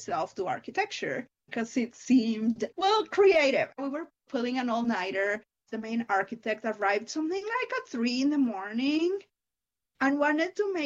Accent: Mexico; I am originally from Mexico. I grew up going to a Catholic private school

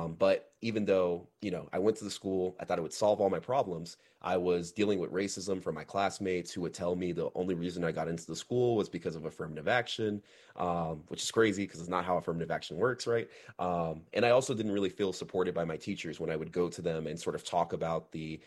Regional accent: Austin, Texas, United States; I grew up in Texas. I grew up in Austin, Texas specifically. And a lot of people don't know this, but Austin, Texas is like the most segregated city in the entire state of Texas.

